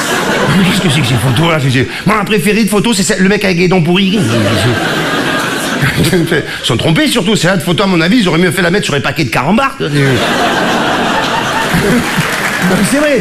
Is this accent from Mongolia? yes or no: no; Marseille, Provence-Alpes-Côte d'Azur, France; now in Paris, France; quand je suis arrivé à Paris, mec de la Rive du Sud, j'étais marseillais